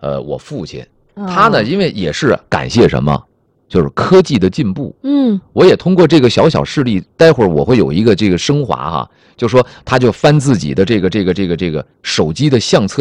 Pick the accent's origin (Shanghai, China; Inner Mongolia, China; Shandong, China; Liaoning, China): Liaoning, China; Dandong; moved away; 此刻静静地躺在我的老家辽宁省丹东市我们老宅子里。